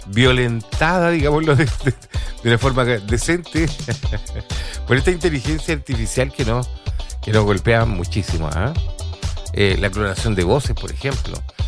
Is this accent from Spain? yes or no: no; Chile; nos define muy bien como chilenos